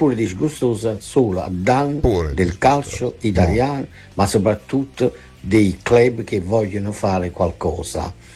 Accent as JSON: {"language": "Italian", "town": "Cetara", "region": "Campania", "country": "Italy", "lives_now": "Marseille, France", "said": "io sono d'origine campana, sono da Cetara, però vivo in Marsiglia."}